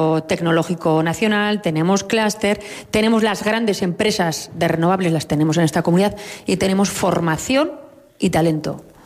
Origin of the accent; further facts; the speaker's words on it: Navarre, Spain; Yo me siento navarra, sé cuál es mi mapa institucional